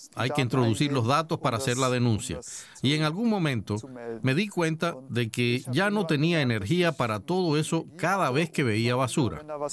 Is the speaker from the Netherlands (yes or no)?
yes; Netherlands; Spanish is a second language; Soy de Holanda, nací allí y nunca vi esto.